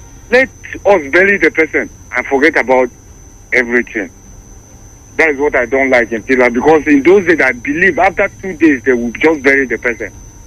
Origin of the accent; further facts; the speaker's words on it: Benue, Nigeria; I'm from Benue State.